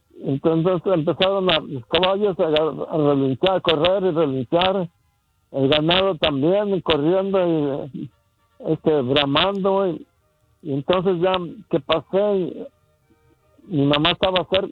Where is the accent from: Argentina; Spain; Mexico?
Mexico; Huizcuco, Jalisco; Mira, como te dije, yo soy de Huizcuco, municipio de Tala, Jalisco.